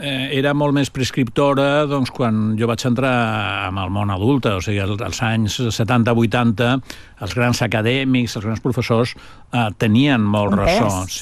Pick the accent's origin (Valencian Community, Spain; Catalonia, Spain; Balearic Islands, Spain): Catalonia, Spain; Barcelona; com a barceloní penso per a Barcelona és bo que sigui una capital turística